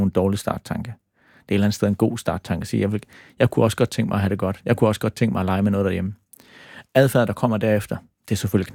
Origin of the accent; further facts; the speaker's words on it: Sønderborg, Region of Southern Denmark, Denmark; Altså, jeg er vokset op i Sønderborg. Helt normal middelklasse